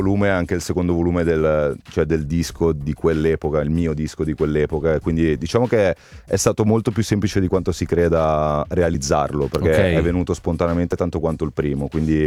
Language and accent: Italian; Milan, Lombardy, Italy; Quindi siamo milanesi, poi ci stiamo espandendo, stiamo diventando la nuova Viale Monza.